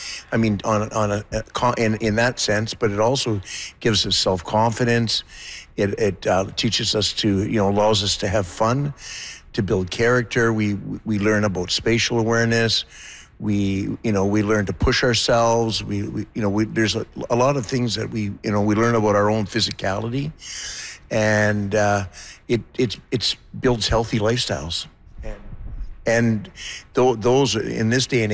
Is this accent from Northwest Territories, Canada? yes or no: yes; Hay River, Northwest Territories, Canada; And I found that there was a need growing up in Hay River that, you know, I felt that we just were underserviced as youth.